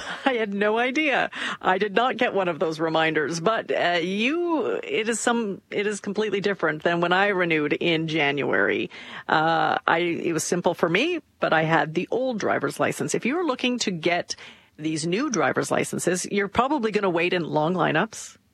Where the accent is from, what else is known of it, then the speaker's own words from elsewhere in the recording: Saskatchewan, Canada; born there; I was born in Saskatchewan.